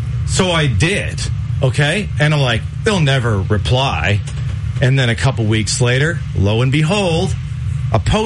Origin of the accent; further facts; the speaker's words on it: New Glasgow, Nova Scotia, Canada; So I'm growing up in, I'm from New Glasgow, Nova Scotia.